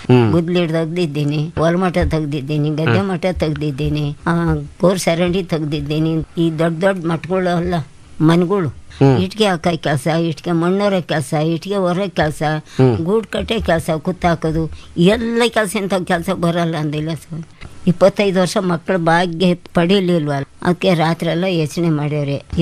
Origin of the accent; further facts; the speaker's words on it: Gubbi, Karnataka, India; ಗುಬ್ಬಿ ಹೊಸಳ್ಳಿ ತಾಲೂಕಿನಲ್ಲಿ ನಾವು ಹುಟ್ಟಿ ಬೆಳೆದಿದ್ದು.